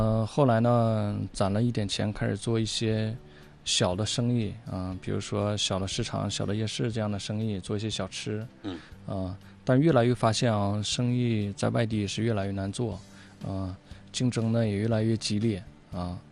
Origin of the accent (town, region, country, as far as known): Yanbian, Jilin, China; born or raised there